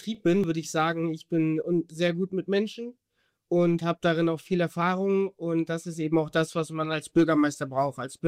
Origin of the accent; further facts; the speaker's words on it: Nienburg, Lower Saxony, Germany; born there; Ich bin in Nienburg geboren, bin jetzt 25 Jahre alt